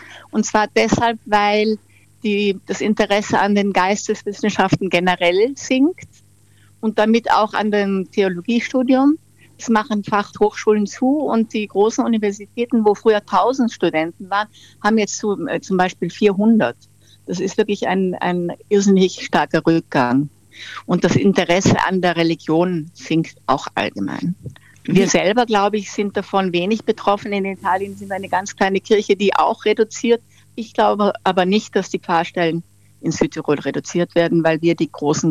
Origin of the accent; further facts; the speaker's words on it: Austria; Ich bin Österreicherin, ich habe lieber einen kleinen schwarzen oder einen Espresso.